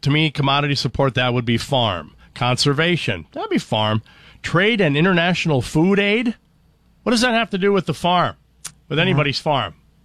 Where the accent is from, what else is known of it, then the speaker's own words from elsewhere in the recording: Brainerd, Minnesota, United States; At our cabin growing up in Brainerd, we had a wall heater in two different rooms